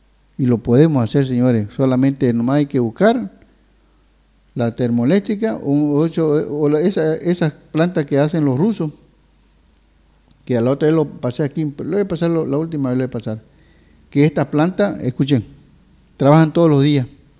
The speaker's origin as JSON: {"language": "Spanish", "region": "eastern lowlands", "country": "Bolivia"}